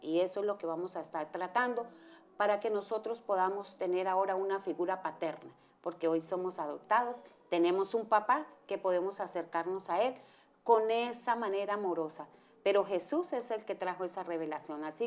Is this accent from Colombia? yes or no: yes; Colombia; nosotros como colombianos